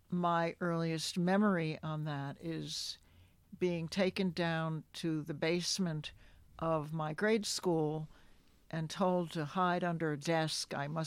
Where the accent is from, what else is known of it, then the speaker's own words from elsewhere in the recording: Cos Cob, Connecticut, United States; now in Tunbridge, United States; I grew up in Kaskab, Connecticut, on a beautiful piece of land that had belonged to my grandfather originally.